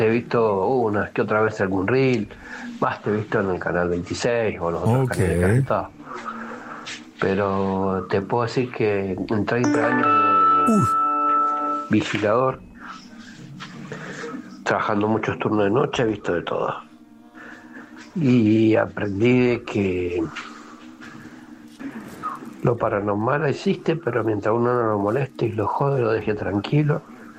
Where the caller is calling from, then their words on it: Palmira, Mendoza, Argentina; de Palmira, Mendoza.